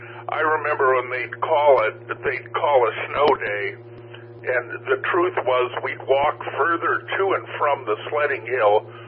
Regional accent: Michigan, United States; moved away; I grew up in southern Michigan, just basically north of South Bend.

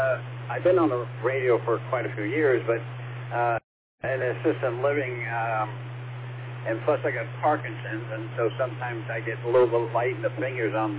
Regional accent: Brooklyn, New York, United States; born there; and I was born in Brooklyn, New York, so I've been around quite a bit

